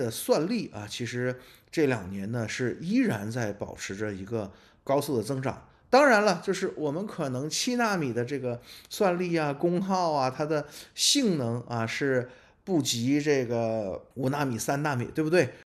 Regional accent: China; 我们中国人

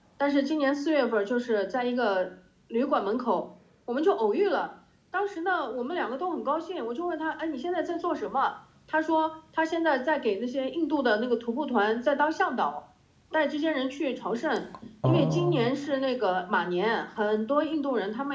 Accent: China

